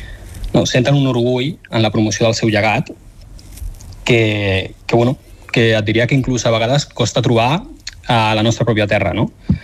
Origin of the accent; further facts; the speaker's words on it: Barcelona, Catalonia, Spain; moved away as an adult; now in Seoul, South Korea; D'aquí, de Barcelona.